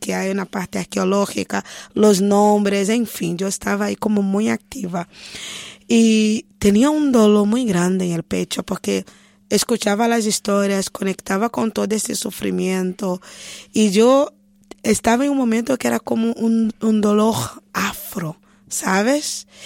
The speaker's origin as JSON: {"language": "Spanish", "country": "Brazil", "second_language": "Spanish", "moved": "yes", "lives_now": "Europe", "said": "me veo como afro-pindorámica, ¿no? Sería la idea afro-brasileña. Mi experiencia no es de una brasileña en Europa, es de una afro-brasileña"}